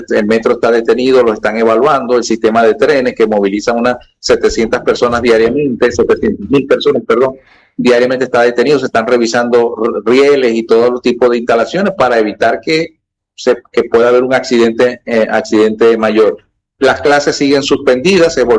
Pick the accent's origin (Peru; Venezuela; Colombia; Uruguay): Venezuela